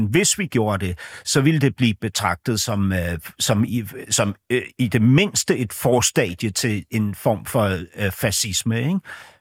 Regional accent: Denmark; Swedish is a second language; sån med en inbyggd stolthet som jag som dansk syns är upassande att deklamera på den måde.

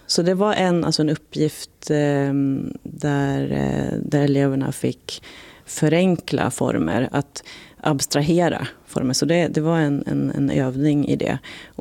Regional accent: Ås, Jämtland County, Sweden; now in Trondheim, Norway; Och jag kommer ju från Ås och jag har gått på den här skolan själv.

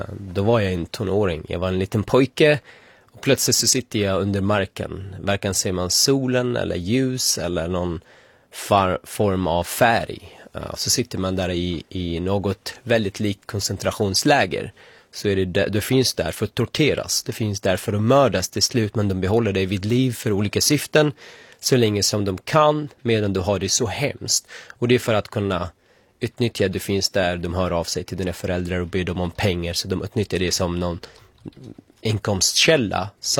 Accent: Syria; moved away; som syrier som har lidit i 14 år

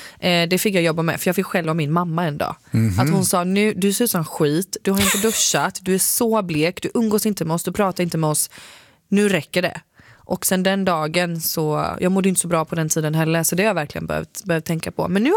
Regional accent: Skillingaryd, Jönköping County, Sweden

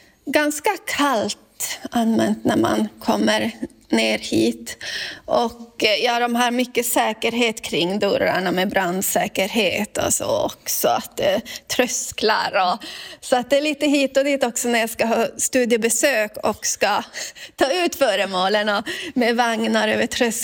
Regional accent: Sápmi, Sweden; Det är jätteviktigt att det finns hemma i Sápmi, för att det ska finnas nära för oss samer.

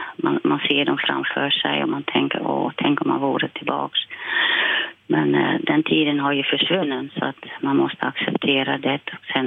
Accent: Silvolde, Gelderland, Netherlands

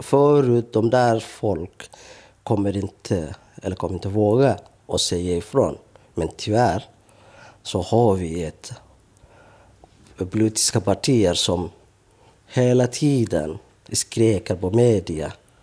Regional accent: Somalia; now in Borlänge, Sweden; Vi är ju från Somalia.

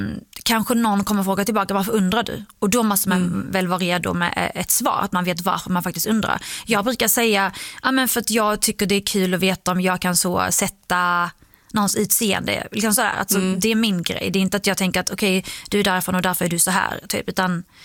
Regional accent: Skåne, Sweden; also born or lived in Iraq; Jag känner ju mer att jag är från Skåne. Alltså, Skåne har ju format mig mer än vad Irak har format mig.

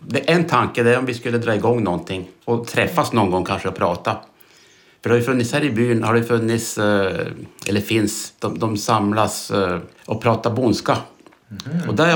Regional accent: Kalix, Norrbotten County, Sweden; Finnish is a second language; now in Ersnäs, Sweden; asun Eesnäsissä. Minä Kalliksissa kotosin.

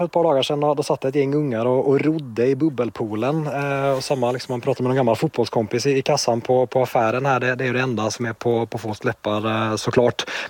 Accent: Norway; Swedish is a second language; Men jag får också säga, alltså, som norrman så har jag inte ingen träning i att se landslaget spela på den här nivån.

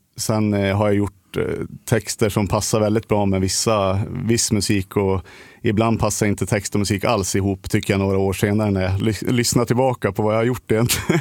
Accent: Västernorrland County, Sweden; så då var det ju tufft, tyckte jag, att spela på hemmaplan. För då var det ju, ja, men du vet hur det är. Man är från ett litet ställe

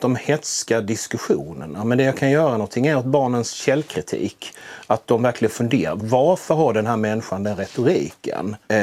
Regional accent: Blekinge, Sweden; Jag brukar säga liksom att jag är född i det. Jag är lantbrukarson från Blekinge.

